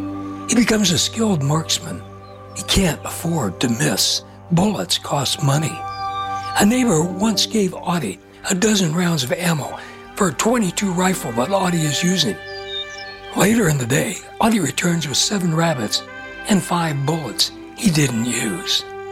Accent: Texas, United States; I am one Texan boy who never had a pair of cowboy boots. I'm one native-born and native-bred American male who actually doesn't know the rules of our national pastime, baseball.

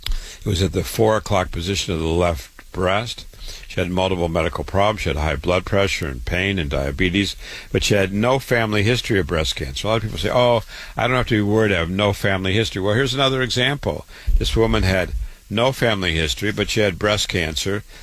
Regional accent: Waterloo, Iowa, United States; born there; I was born in Waterloo, Iowa, went to university, public schools first, and then, of course, university, medical school

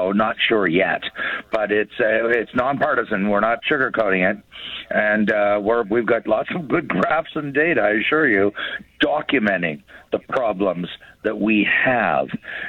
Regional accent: Canada; moved away as an adult; now in Spain; I'm a Canadian. I'm here on Canadian dollars.

